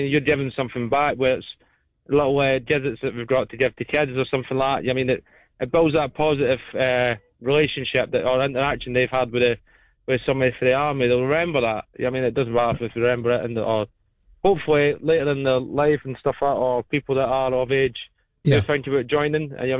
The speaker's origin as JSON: {"language": "English", "region": "Northern Ireland", "country": "United Kingdom", "tie": "born there", "moved": "yes", "lives_now": "Scotland", "said": "I'm actually born from Northern Ireland"}